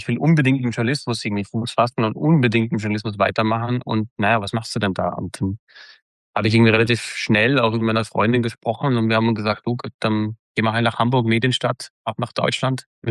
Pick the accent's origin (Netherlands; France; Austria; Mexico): Austria; wenn man als Österreicher vielleicht in den hohen Norden zieht